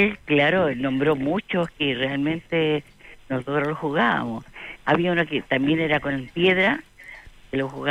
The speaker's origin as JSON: {"language": "Spanish", "region": "Valparaíso", "country": "Chile", "tie": "born or raised there", "said": "yo soy de Valparaíso, así que el Cerro Barón, escuela número 41, República del Brasil."}